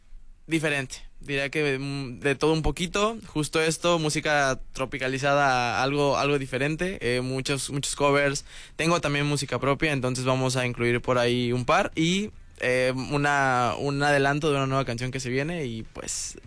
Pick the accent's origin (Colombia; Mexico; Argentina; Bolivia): Mexico; Acapulco, Guerrero; Ok, yo sí soy de Acapulco, soy originario de Acapulco.